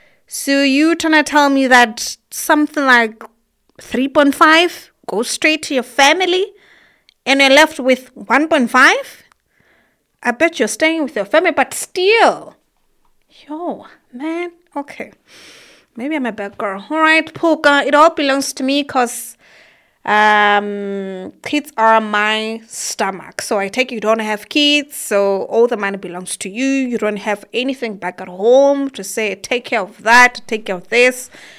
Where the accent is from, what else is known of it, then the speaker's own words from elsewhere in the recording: Lesotho; moved away; the fact that I come from Leribe